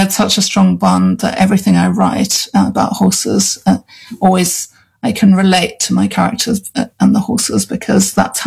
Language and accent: English; Zimbabwe; But I grew up in Zimbabwe on a farm and game reserve